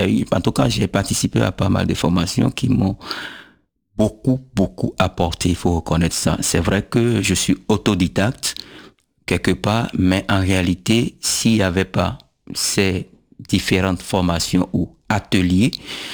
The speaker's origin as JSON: {"language": "French", "country": "Benin"}